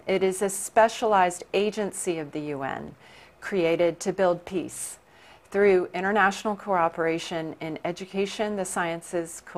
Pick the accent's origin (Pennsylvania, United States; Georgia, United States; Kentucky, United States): Georgia, United States; Carrollton; moved away as an adult; now in New York, United States; We drove there from West Georgia, my hometown in Carrollton.